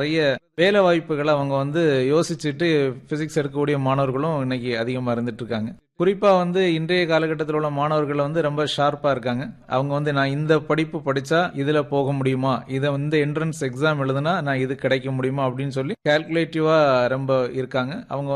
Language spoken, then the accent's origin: Tamil; Thirunainarkurichi, Tamil Nadu, India; என்னுடைய சொந்த ஊர் திருநெய்னார் குறிச்சி.